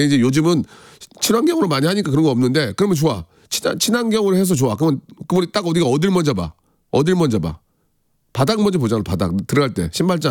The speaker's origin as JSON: {"language": "Korean", "town": "Gunsan", "region": "North Jeolla", "country": "South Korea", "tie": "born or raised there", "said": "군산은, 아, 제 고향입니다만은"}